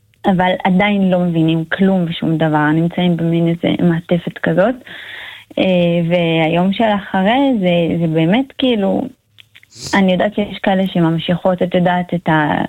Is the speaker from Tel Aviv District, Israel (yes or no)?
no; Ofakim, Southern District, Israel; אנחנו מאופקים